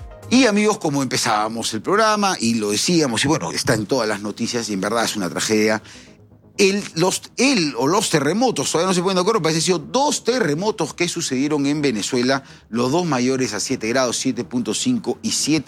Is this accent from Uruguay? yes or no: no; Peru